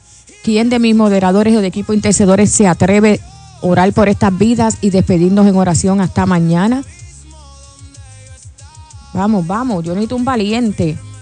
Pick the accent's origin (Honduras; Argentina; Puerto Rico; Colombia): Puerto Rico; Yo soy boricua